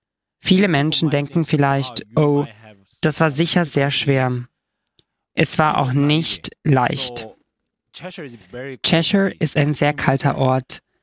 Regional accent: South Korea; German is a second language; Zuerst fragte ich mich, warum sollte ich Latein lernen? Als Koreaner ist Latein sehr fern.

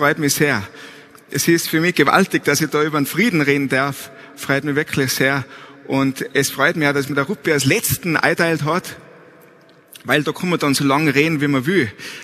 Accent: Tyrol, Austria; Ja, ich hoffe, Sie verstehen mich, weil ich bin aus Tirol. Man hört es wahrscheinlich.

